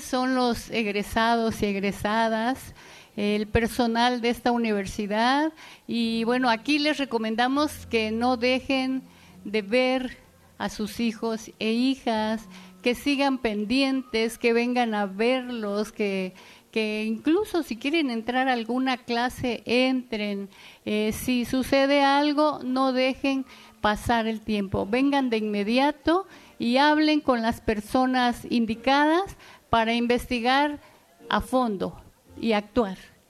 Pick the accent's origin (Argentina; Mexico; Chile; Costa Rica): Mexico; Veracruz; yo también soy orgullosamente de Veracruz.